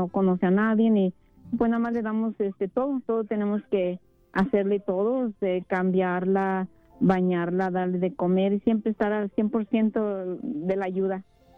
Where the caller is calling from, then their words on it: San Diego, California, United States; yo soy de San Diego, acuérdese, vivo en San Diego, California.